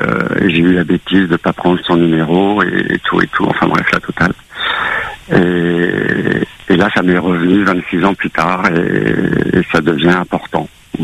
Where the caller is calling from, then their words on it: France; J'appelle de France.